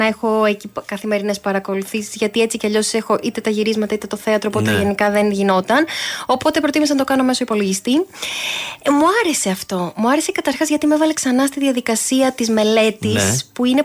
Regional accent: Lamia, Central Greece, Greece; also born or lived in Pyrgos, Elis; Πρακτικά γεννήθηκα στη Λαμία

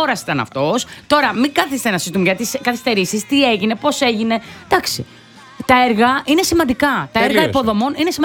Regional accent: Western Greece, Greece; moved away; εγώ τώρα το λέω για το χωριό μου. Είναι στην, έξω από την Αμαλιάδα.

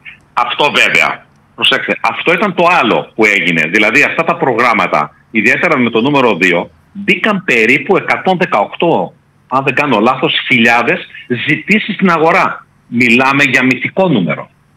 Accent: Greece; Σας πω καταρχήν οι αυξήσεις τιμών, επειδή είμαστε Έλληνες και μας χαρακτηρίζουν, ότι ξεχνάμε αυτό

